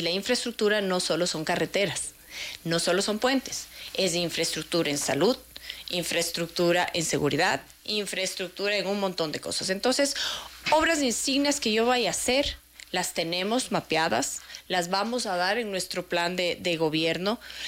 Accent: Quito, Pichincha, Ecuador; ese sentimiento de los capitalinos que teníamos de estar orgullosos.

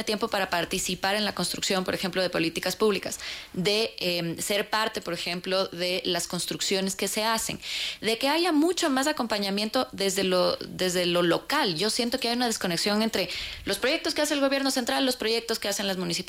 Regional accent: Ecuador; Pues para nosotros como ecuatorianos la familia sigue siendo fundamental.

